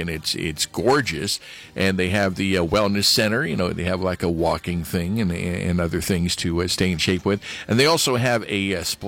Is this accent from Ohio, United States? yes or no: yes; Niles, Ohio, United States; my hometown in Niles, Ohio